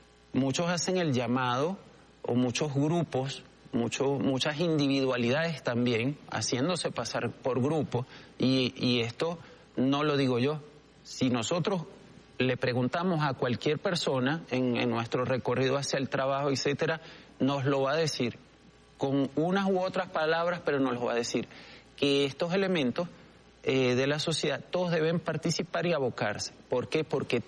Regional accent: Venezuela

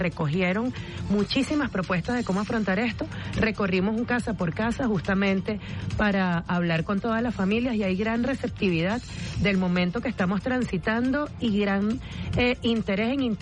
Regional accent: Los Teques, Miranda, Venezuela; Además, yo soy de allá de Los Teques

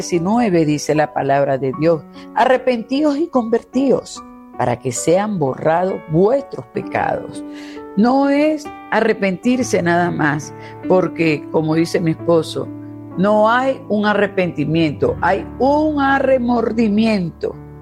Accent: Venezuela; en contra de todos nosotros como venezolanos

